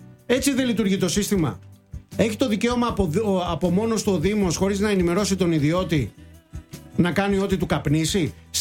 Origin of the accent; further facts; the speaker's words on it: Peloponnese, Greece; Είδες, για να είμαστε από Λακωνία και αρκετά κοντά, συνεννοούμαστε.